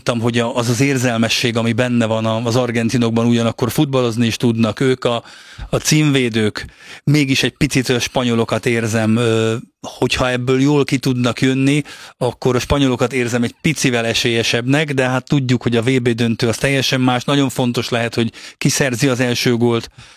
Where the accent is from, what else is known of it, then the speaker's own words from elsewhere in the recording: Hungary; azt hiszem magyarként